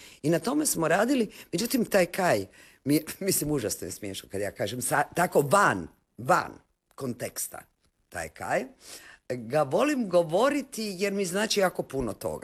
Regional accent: Dalmatia, Croatia; accent: Dalmatian (Chakavian); first language Chakavian; moved away as an adult; also born or lived in Dubrovnik, Croatia; now in Zagreb, Croatia; moj dalmatinski je prepun talijanštine. Kao što je ovdje njemačkog i mađarskog, ne. Međutim, onda je, kako smo imali to malo obojane vokale kad smo došli iz Dubrovnika

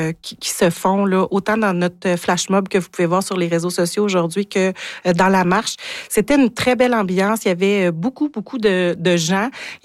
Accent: Quebec, Canada

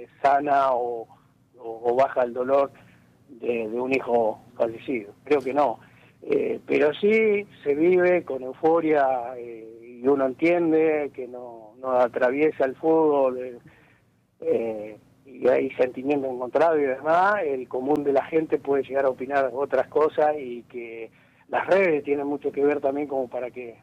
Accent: Argentina; uno sufre como argentino

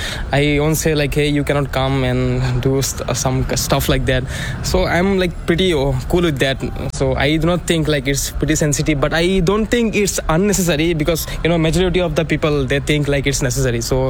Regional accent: Guwahati, Assam, India; I'm here from Royal Awas, Guwahati.

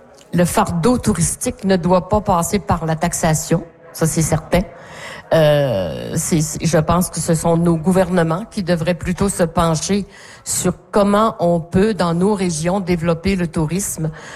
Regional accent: Sacré-Cœur, Quebec, Canada; Chez nous, à Sacré-Cœur

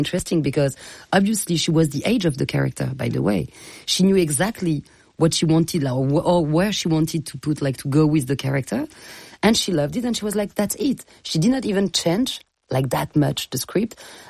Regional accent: United States; now in Paris, France; So, as an American person living, like an American Jew living in Paris

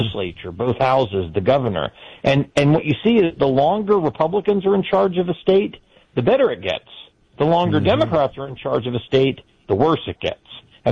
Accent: Kentucky, United States; Well, I grew up in Kentucky. My family's from Florida.

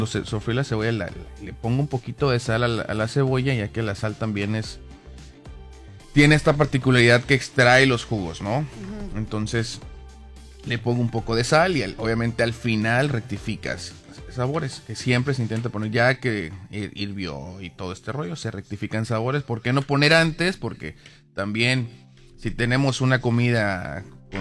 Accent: Mexico; Que quede claro, soy mexicano.

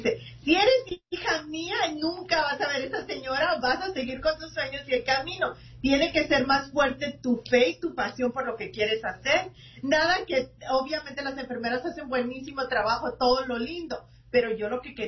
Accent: Chicago, Illinois, United States; Claro, bueno, aquí crecí en Chicago, en obviamente el vecindario más mexicano que hay aquí, que se llama Pilsen en Chicago.

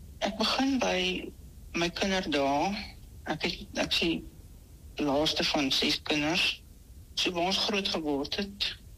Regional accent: Heidelberg, Gauteng, South Africa; moved away as an adult; also born or lived in Stellenbosch / Potchefstroom; now in Cape Town, South Africa; ek het op Heidelberg in Transvaal groot geword en daar was nie sulke geleenthede gewees.

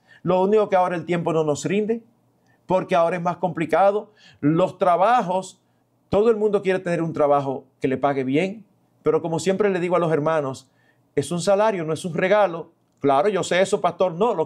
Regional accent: Santo Domingo, Distrito Nacional, Dominican Republic; Eduardo, tú y yo crecimos aquí en Santo Domingo.

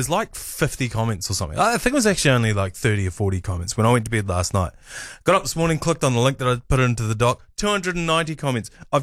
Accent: South Africa; As a South African, I'm struggling to understand what the issue is.

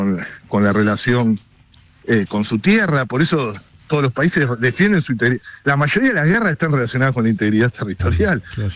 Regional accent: Argentina

